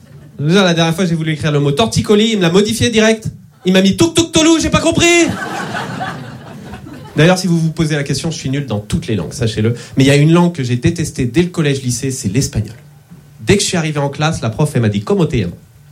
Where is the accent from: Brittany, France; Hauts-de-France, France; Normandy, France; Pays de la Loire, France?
Pays de la Loire, France; Nantes; Bah, je me présente … je suis nantais et dyslexique, voilà.